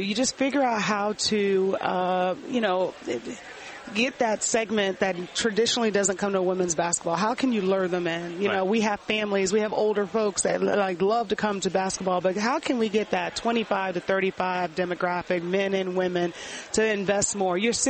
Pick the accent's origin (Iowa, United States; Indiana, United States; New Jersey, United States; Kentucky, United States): Kentucky, United States; Fort Knox; born there; I shared with you, I was born in Fort Knox. I'm a military brat.